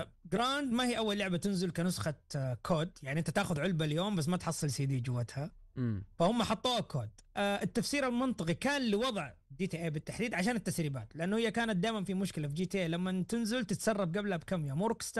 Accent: Saudi Arabia; عندنا في السعودية

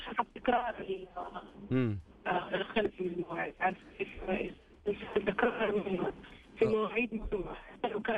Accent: Riyadh, Riyadh Province, Saudi Arabia; من الرياض.

